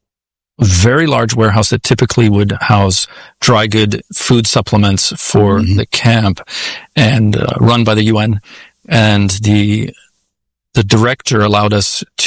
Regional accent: Kenya; I grew up in Kenya in East Africa.

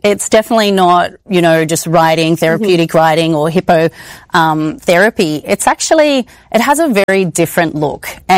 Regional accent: Australia; I grew up in Australia and my family breeds and trains horses.

